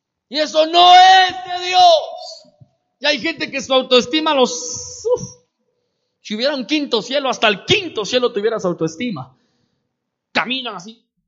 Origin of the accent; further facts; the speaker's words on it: Guatemala; Porque pues así somos aquí algunos guatemaltecos, pequeños.